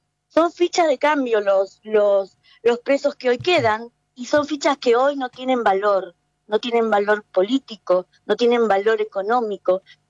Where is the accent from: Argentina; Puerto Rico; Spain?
Argentina; Yo soy argentina, tengo toda mi familia es argentina